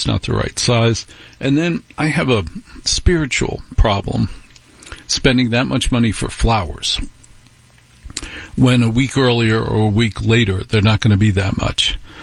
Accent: New Jersey, United States; moved away; I grew up in New Jersey, where the women are in charge

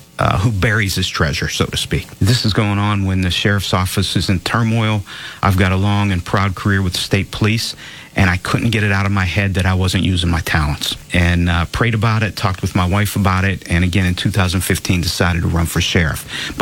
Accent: Aliquippa, Pennsylvania, United States; born and raised in Beaver County, grew up in Aliquippa, middle-class parents, went to Catholic school for 12 years

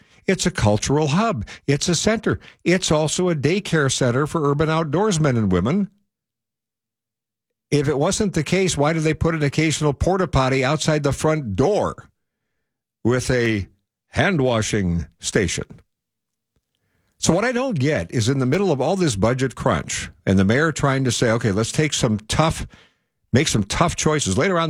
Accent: Midwest, United States; now in San Diego, United States; The nostalgic view of libraries when I was growing up in the Midwest. Again, I've been here 50 years as of June 12th. San Diegan, Californian by choice.

